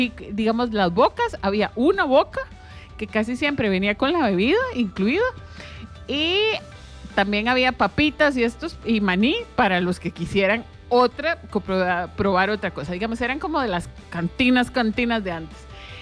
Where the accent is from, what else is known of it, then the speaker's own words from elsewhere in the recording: Guadalupe, San José, Costa Rica; Yo soy de Guadalupe, de la familia de el señor que tuvo la Nochebuena durante mucho tiempo.